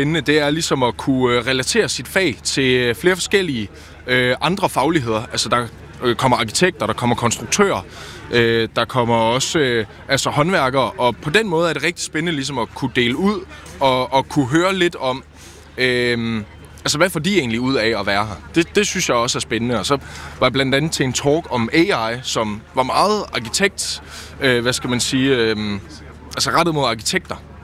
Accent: Silkeborg, Central Denmark Region, Denmark; Jeg er fra Silkeborg, så det er jo gode gamle region Midt og Vest.

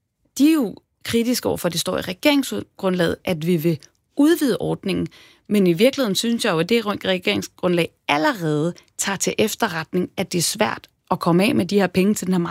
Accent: Roskilde, Zealand, Denmark; Jeg er selv fra Roskilde.

